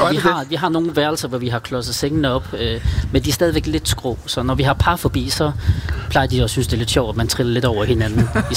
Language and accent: Danish; Jutland, Denmark; Vi er jo jyder.